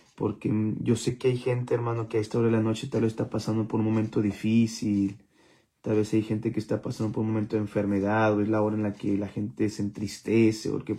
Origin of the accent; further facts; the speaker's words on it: Mexico; porque pues somos de México